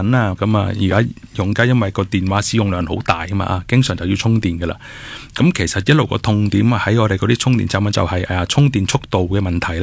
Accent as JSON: {"language": "Cantonese", "country": "Hong Kong", "said": "我哋香港人有時用啲產品，有時啲旅行充啊、行動電源，我哋比較喜歡嘅款式啦，就係又細又薄咁樣嘅。"}